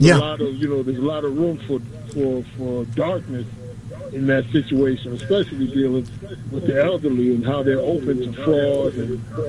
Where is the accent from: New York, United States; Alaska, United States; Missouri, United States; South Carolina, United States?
New York, United States; New York City; When I was younger, in our community in South Jamaica, we had a community center